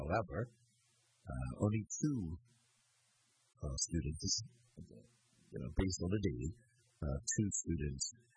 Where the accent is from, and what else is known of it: Bermuda